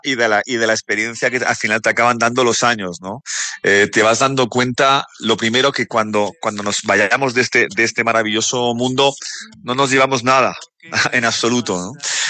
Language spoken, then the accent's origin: Spanish; Alicante, Valencian Community, Spain; pero Bogotá es la primera ciudad que estuvo fuera, digamos, de mi ciudad natal, que es Alicante, donde sentí esa sensación de pertenecer a algo.